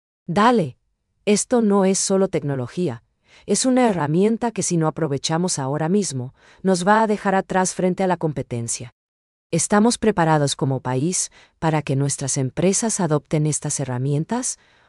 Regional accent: Paraguay; esa chispa humana que nos identifica a los paraguayos

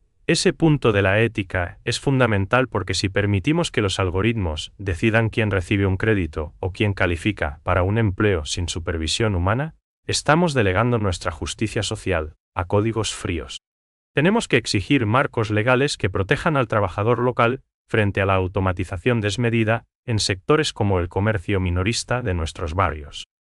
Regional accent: Paraguay

